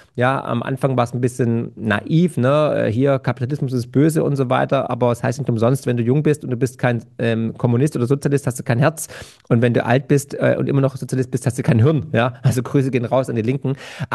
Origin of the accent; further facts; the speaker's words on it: Germany; weil ich da als Deutscher natürlich völlig Exot war